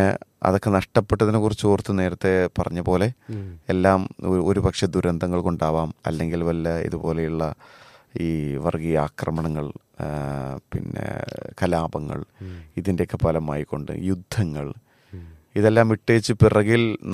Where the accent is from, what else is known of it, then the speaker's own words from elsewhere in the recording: Kinavakkal, Kerala, India; ഞാൻ ജനിച്ചത് വളർന്നതൊക്കെ കൂത്തുപറമ്പിനടുത്ത് കിണവക്കലിലാണ്. കൂത്തുപറമ്പിനടുത്താണ്.